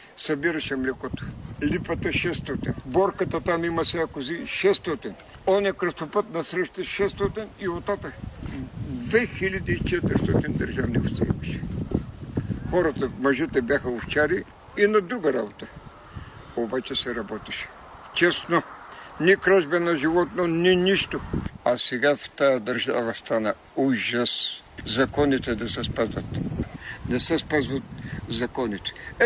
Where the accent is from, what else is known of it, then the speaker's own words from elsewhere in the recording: Velika, Burgas Province, Bulgaria; born there; 26 януари 57 година. Тук съм роден във Велика.